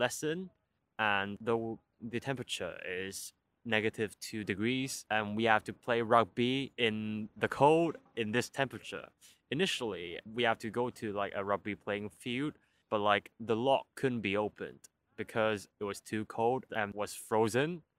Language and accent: English; Hong Kong; English is a second language; now in United Kingdom; I'm from Hong Kong, and Hong Kong has a subtropical climate, which means it's quite hot in both summer times and winter times.